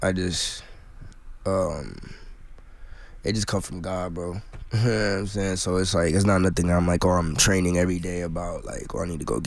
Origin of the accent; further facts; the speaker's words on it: Minnesota, United States; It's like the same thing if we're from Minnesota, it's just like preaching about Minnesota too.